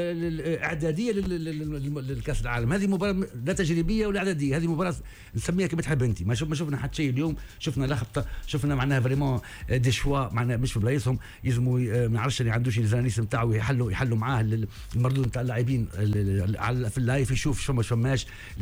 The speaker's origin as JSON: {"language": "Arabic", "country": "Tunisia", "said": "احنا كشعب تونسي او كرياضيين تونسا"}